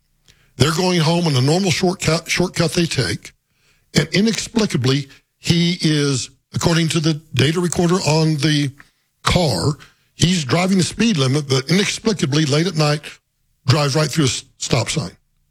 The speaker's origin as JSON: {"language": "English", "town": "Guymon", "region": "Oklahoma", "country": "United States", "tie": "born or raised there", "moved": "yes", "said": "my little hometown of Guymon, Oklahoma"}